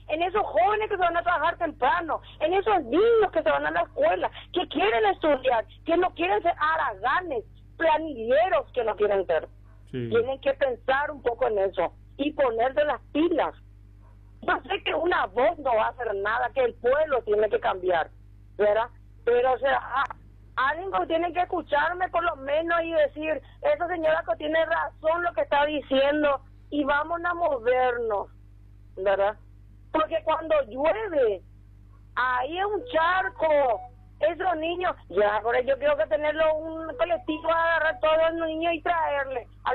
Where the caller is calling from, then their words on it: Presidente Franco, Alto Paraná, Paraguay; yo hace 15 años que estoy en Franco